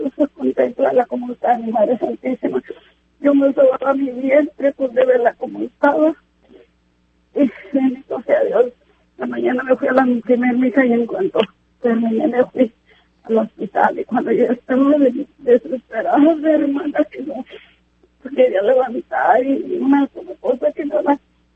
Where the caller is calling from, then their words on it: Parlier, California, United States; yo aquí vivo en Parlier